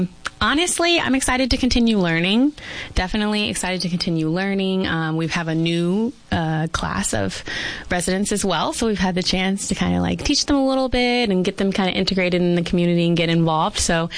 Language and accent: English; South Carolina, United States; born there; now in Yuma, United States; I was born in South Carolina.